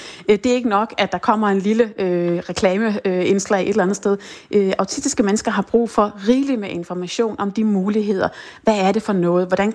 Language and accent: Danish; Bornholm, Capital Region of Denmark, Denmark; hvis jeg ikke har opdaget det som bornholmer